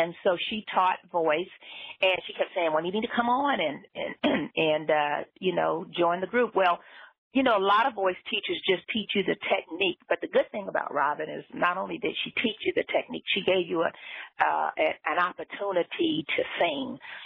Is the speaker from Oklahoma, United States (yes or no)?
yes; Oklahoma City, Oklahoma, United States; moved away as an adult; also born or lived in Germany / Kansas / Atlanta; I grew up in Oklahoma City. I spent all of my elementary school years there